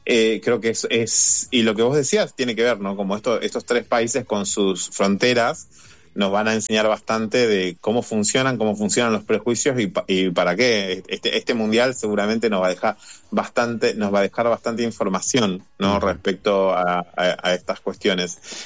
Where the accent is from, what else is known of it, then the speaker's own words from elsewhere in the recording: Argentina; para nosotros, como argentinos